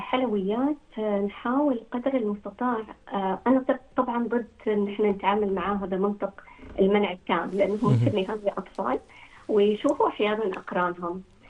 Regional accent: Oman; احنا العمانيين

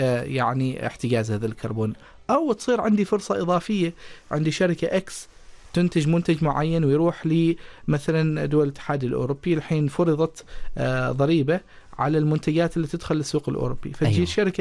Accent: Oman; موجودة عندنا في سلطنة عمان

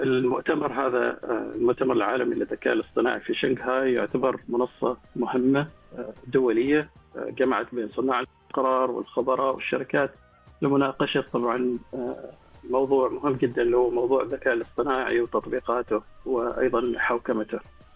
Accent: Oman; عندنا في سلطنة عمان

